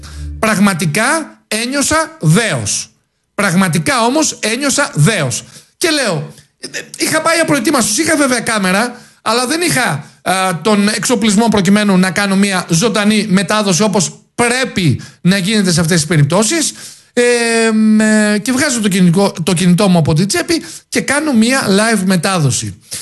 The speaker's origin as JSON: {"language": "Greek", "country": "Greece", "said": "σαν Έλληνες"}